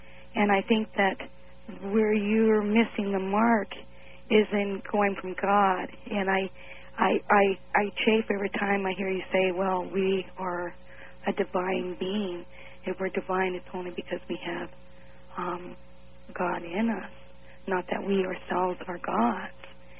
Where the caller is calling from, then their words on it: Seattle, Washington, United States; KBI in Seattle.